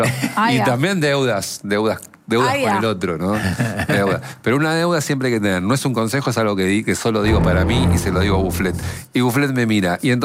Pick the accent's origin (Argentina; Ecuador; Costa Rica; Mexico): Argentina